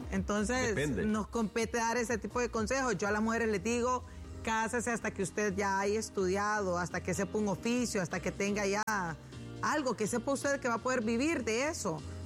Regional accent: Tegucigalpa, Francisco Morazán, Honduras; yo crecí aquí en Tegu, ahí en el Alto de en medio.

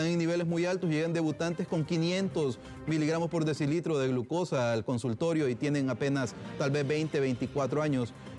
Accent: Honduras

